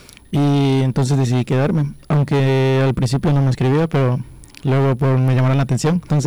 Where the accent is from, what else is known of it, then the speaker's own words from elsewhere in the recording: Jalpa de Méndez, Tabasco, Mexico; en mi pueblo en el que yo vivo, que es de Jalpa de Méndez, nos enseñan danza folclórica desde la primaria, secundaria.